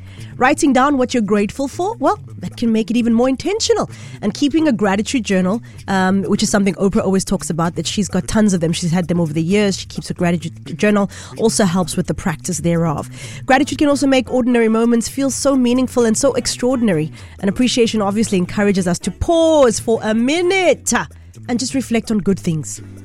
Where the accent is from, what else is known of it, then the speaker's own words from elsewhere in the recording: Johannesburg, Gauteng, South Africa; I often say we come from Joburg, so you have the dry season, you have the rainy season, all that.